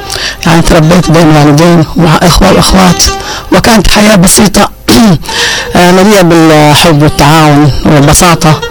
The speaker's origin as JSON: {"language": "Arabic", "town": "Mukalla", "region": "Hadhramaut", "country": "Yemen", "tie": "born or raised there", "said": "وتربيت في حافة بالمكلة، بمدينة المكلة، كلها تعاون، كلها حب، كلها ود"}